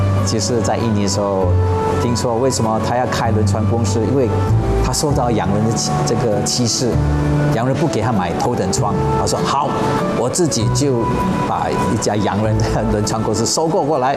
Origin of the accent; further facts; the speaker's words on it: Penang, Malaysia; 我是在槟城土生土长的华人。